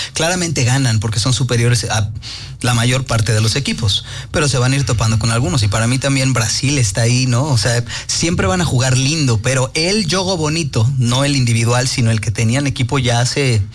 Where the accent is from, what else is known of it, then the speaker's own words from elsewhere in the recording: Mexico; Como mexicano, yo soy muy, muy realista y muy sincero con mi país.